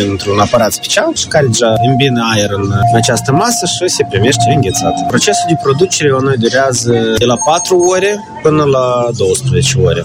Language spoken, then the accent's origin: Romanian; Moldova